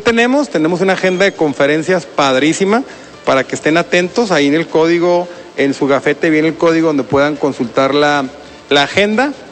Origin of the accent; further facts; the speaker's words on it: Chihuahua, Mexico; accent: Chihuahua; Yo creo que no es necesario que les diga que sea de Chihuahua con mi tono, pero bueno, soy de Chihuahua, está aquí enfrente